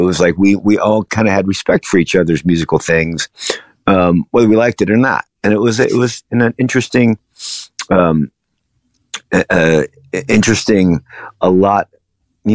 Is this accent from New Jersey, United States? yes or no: no; Minneapolis, Minnesota, United States; we're all from Minneapolis